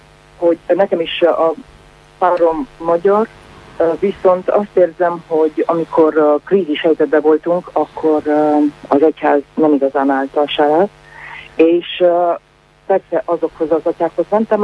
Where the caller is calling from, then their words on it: Romania; Hungarian is a second language; Én nem vagyok magyar, szóval én román vagyok